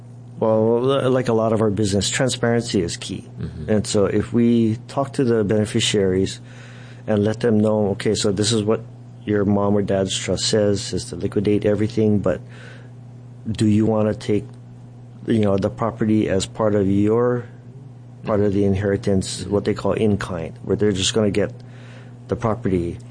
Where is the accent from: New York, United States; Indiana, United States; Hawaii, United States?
Hawaii, United States; I'm born and raised in Hawaii.